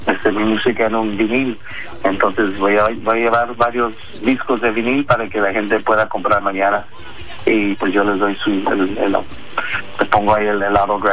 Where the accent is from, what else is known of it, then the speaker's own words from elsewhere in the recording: Chicago, Illinois, United States; born there; soy mexicano. Mis papás yo soy nacido aquí en Chicago, pero mi papá es de Michoacán, de Morelia, y mi mamá es de la capital.